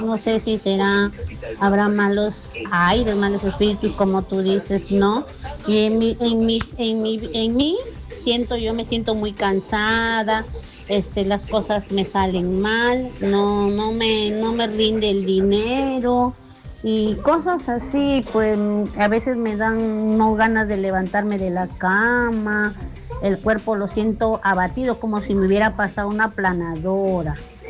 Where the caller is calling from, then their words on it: Chiclayo, Lambayeque, Peru; Soy de aquí, de Chiclayo.